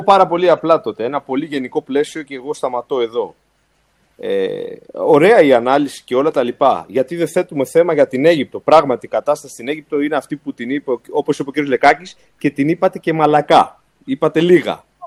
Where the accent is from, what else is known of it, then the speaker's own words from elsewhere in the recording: Greece; γιατί θυμίζω ότι είμαστε Έλληνες, παρά τις όποιες συμπάθειες μπορεί να έχει καθένας, είμαστε Έλληνες